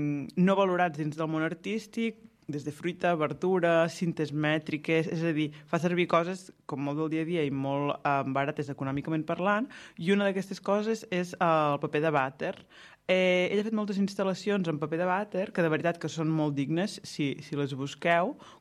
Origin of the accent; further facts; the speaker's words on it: Blancafort, Catalonia, Spain; Recordo que quan era petita hi va haver una exposició i passarel·la al meu poble, crec que primera i última vegada de la meva vida que he vist a Blancafort fer una passarel·la de moda